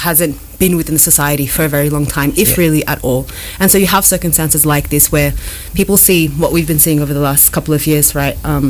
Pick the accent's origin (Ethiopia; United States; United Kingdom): Ethiopia; now in Kenya; Originally, I'm from Ethiopia